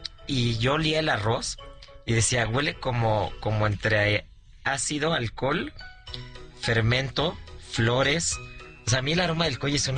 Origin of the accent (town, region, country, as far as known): Mexico